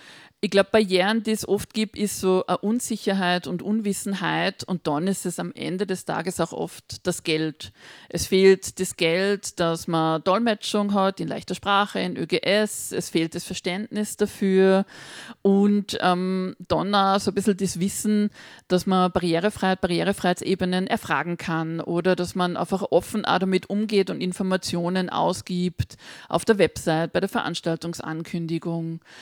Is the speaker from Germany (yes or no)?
no; Salzburg, Austria; Gibt es auch im Pinzgerischen, wo ich herkomme? Ist eine, gute Worte haben wir im Dialekt.